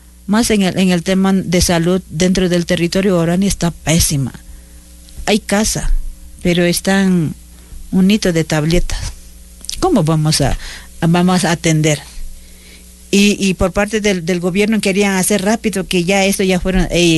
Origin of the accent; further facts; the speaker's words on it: Ecuador; deben entender mi pueblo Borane, no solamente decidió como pueblo Borane, sino más bien decidió el Ecuador entero. 18 millones que habitamos, que vivimos en el Ecuador, decidió que no más.